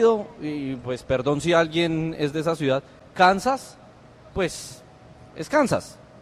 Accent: Colombia; O sea, sí, Colombia somos, pero, los colombianos somos locales acá

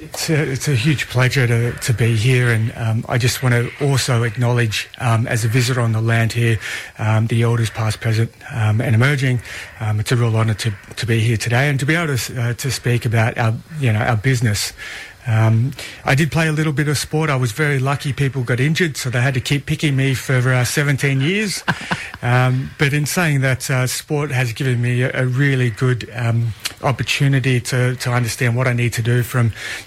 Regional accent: Australia; Well, I'm born and bred here in Australia. I've got great heritage, and that's given me good athletic ability. But I'm an Australian through and through

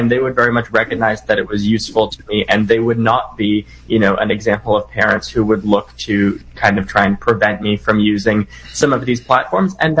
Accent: Canada; Yeah, or my home country of Canada either

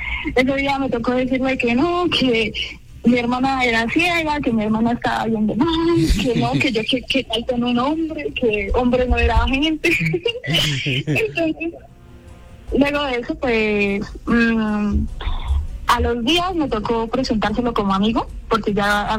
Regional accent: Vitama, Boyacá, Colombia; also born or lived in Sogamoso; No, pues yo estudiaba pues, en un colegio en Sogamoso y pues me vine para un colegio acá en el colegio Giga de Vitama.

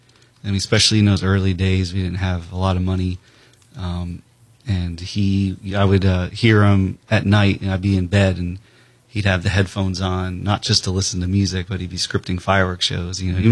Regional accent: Palm Coast, Florida, United States; Oh, I mean, I feel like growing up in Palm Coast was a blessing as a kid. Even though it was a small town, it sometimes felt like nothing to do.

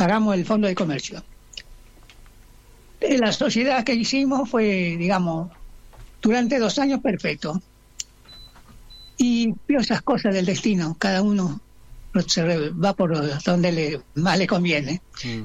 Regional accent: La Aurora, Santiago del Estero, Argentina; born there; moved away; Yo nací en la Aurora, provincia de Santiago del Estero.

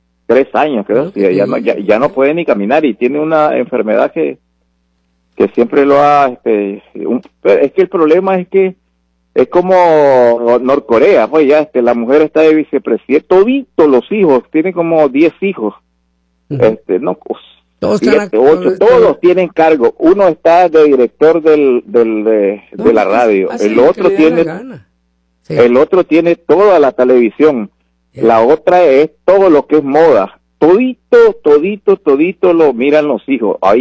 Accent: Nicaragua; Comprendo si fuera en mi país, pues, ¿me entiendes? Porque, uh-huh, ya sabemos que Ortega es una dictadura

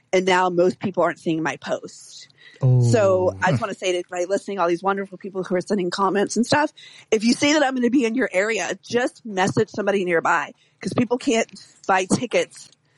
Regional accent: Louisiana, United States; I am swamp trash from Louisiana, so I probably know more of the wrestlers than the adult stars.

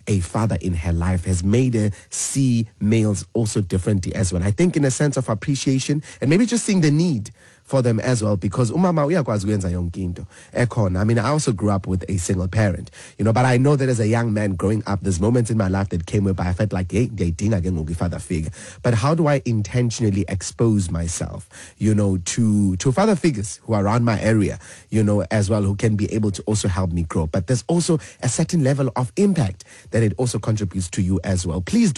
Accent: South Africa; I think growing up in Ekasi, where most kids don't have father figures, also made me feel normal.

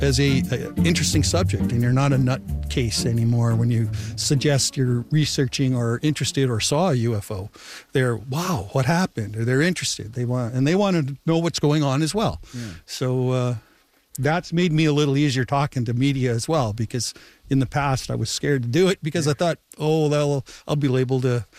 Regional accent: Winnipeg, Manitoba, Canada; now in Gimli, Canada; I'm from Winnipeg. My wife was originally from Toronto, and we've retired to Gimli

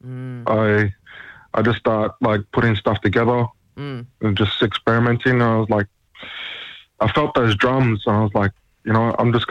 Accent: Darwin, Northern Territory, Australia; also born or lived in Alice Springs / Lajamanu / Docker River; now in Adelaide, Australia; I was born in Alice Springs in 93. Grew up in Darwin. Grew up in Darwin and lived in Lajimanu and Dock River, and now I'm in Adelaide.

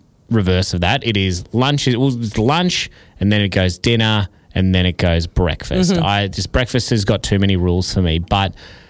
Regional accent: Adelaide, South Australia, Australia; born there; So that's why I was born in Adelaide.

